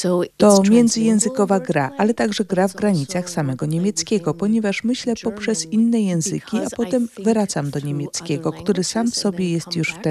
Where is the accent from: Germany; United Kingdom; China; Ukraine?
Germany; first language German; Polish is a second language; moved away as an adult; also born or lived in New York; wróciłam też do mojego dzieciństwa, które upłynęło w zasadzie jednojęzycznie. Dorastałam w Niemczech, moi rodzice są Niemcami.